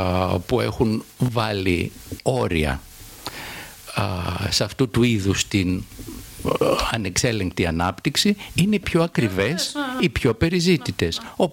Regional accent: Athens, Attica, Greece; σαν Αθηναίος επίσης πολίτης να σας πω

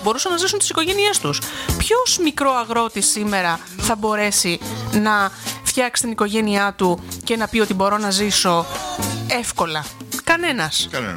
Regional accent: Central Greece, Greece; Όταν λοιπόν τα παλιά χρόνια στο χωριό μου, που είναι ένα τέταρτο έξω από την Αράχοβα, το χωριό μέτραγε και φτάσει να έχει 3.000 κατοίκους.

